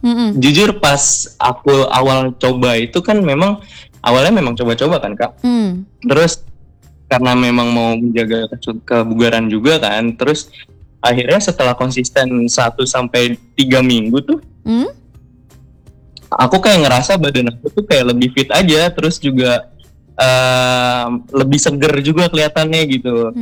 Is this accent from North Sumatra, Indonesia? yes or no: no; Bekasi, West Java, Indonesia; born there; also born or lived in Bandung; Aku sebenarnya aslinya tuh Bekasi, cuman memang waktu itu aku sempat lama juga di Bandung